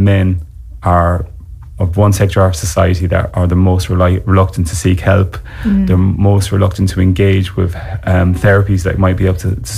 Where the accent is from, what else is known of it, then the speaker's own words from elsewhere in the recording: County Leitrim, Ireland; also born or lived in London; now in Cork, Ireland; we might move back to my dad's home village, and we just really thrived there. We had a great upbringing there in North Leitrim.